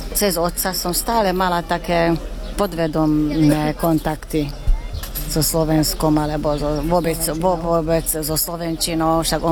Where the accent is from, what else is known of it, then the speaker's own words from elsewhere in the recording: Veszprém, Veszprém County, Hungary; Slovak is a second language; moved away as an adult; also born or lived in Bratislava; Ja som z Maďarska, z Vespremu, pri Balatone. Ja som tam vyrástla, tam som chodila aj do základnej, aj do strednej školy. Mamička je Maďarka, lebo je zo Župy Šomoď, ale otec pochádza z Jelenca